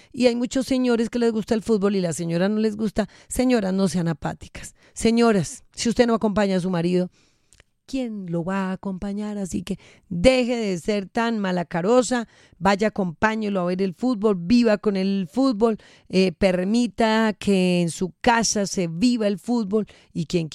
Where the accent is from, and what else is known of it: Colombia